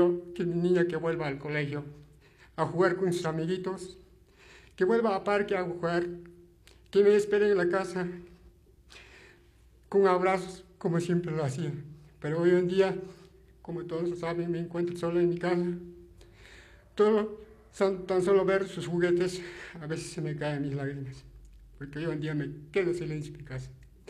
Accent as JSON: {"language": "Spanish", "area": "Chumbivilcas", "region": "Cusco", "country": "Peru", "said": "saludar a mi pueblo, la comunidad Hanansaya Orcoma, que está de fiesta, que está de aniversario."}